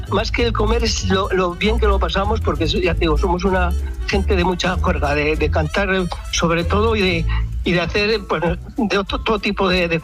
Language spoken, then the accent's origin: Spanish; Ezcaray, La Rioja, Spain; Vamos a ver, yo soy de Ezcaray.